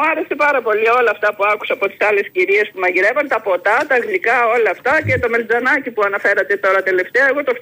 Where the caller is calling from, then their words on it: Central Greece, Greece; Είμαι από χωριό, δεν είμαι μέσα από την Κάριστο.